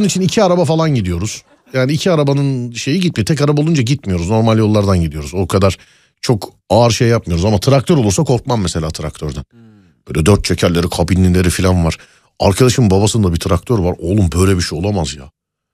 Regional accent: Ulus, Bartın Province, Turkey; Benim köyüm Bartın Ulus Köyü'dür

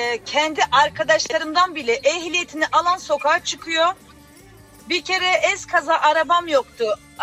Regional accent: France; Turkish is a second language; now in Istanbul, Turkey; Fransa'da doğdum büyüdüm. Çift vatandaşlığım var ama Türkiye gibisi yok.

